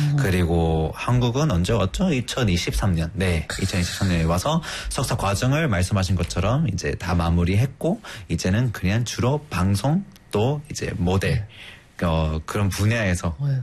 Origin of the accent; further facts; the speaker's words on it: Spain; Korean is a second language; moved away as an adult; now in South Korea; 저는 스페인에서 온 … 저는 2000년생이고 한국에서 거주한 지 3년 6개월 정도 되었습니다. 원래 한국어를 좀 2017년 때부터 이제 공식적으로 공부를 시작했는데